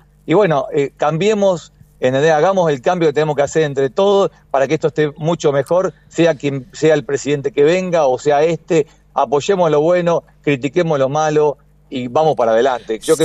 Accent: Argentina; como argentinos de bien

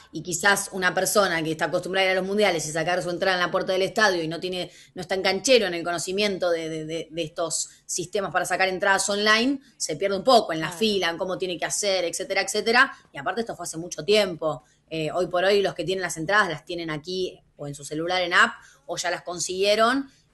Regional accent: Argentina

